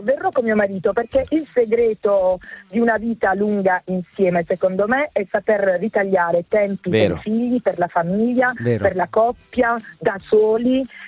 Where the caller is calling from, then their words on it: Locorotondo, Apulia, Italy; sono di Loco Rotondo.